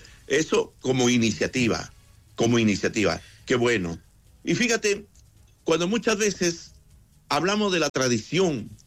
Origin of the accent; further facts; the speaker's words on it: Chile; tenemos que sentir que los 365 días del año somos chilenos de corazón